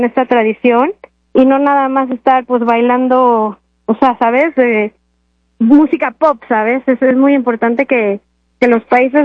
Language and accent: Spanish; Mexico; como yo estoy aquí, todas somos mexicanas, ya sea que muchas regresan o están en otras actividades con los niños